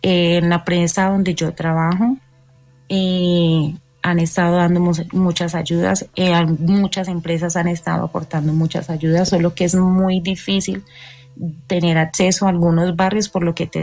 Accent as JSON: {"language": "Spanish", "town": "Palmira", "region": "Valle del Cauca", "country": "Colombia", "moved": "yes", "lives_now": "Pereira, Colombia", "said": "tengo familia en Palmira, yo soy de Palmira, pero vivo hace mucho tiempo aquí en Pereira"}